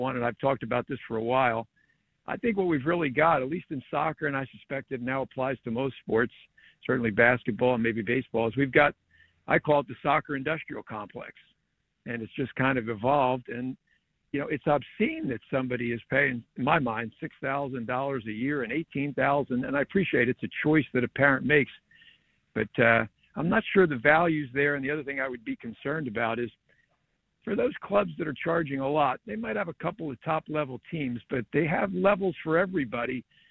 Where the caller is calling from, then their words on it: Trenton, New Jersey, United States; I've been involved in youth soccer here in the Trenton area for a long time